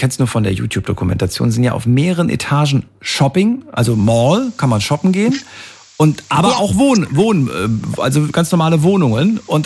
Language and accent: German; Frankfurt, Hesse, Germany; Ah, aus meinem Hometown, cool.